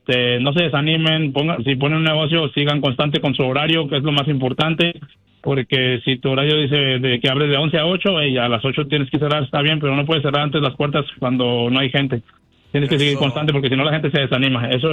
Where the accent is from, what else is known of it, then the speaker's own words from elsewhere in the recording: Durango, Mexico; now in United States; Cuando llegué de Durango a Estados Unidos, viví aquí en Ok